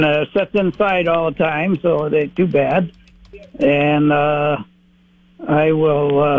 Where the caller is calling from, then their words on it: Moville, Iowa, United States; from Mobile, Iowa.